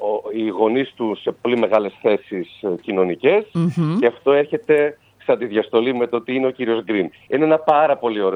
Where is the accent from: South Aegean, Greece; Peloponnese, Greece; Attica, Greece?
Peloponnese, Greece; Kalamata; moved away; επειδή είμαι από τη Μεσσηνία, είμαι από την Καλαμάτα και είμαι από ένα χωριό που είναι max 20 άνθρωποι. 20, όχι 20.000, 20 άνθρωποι.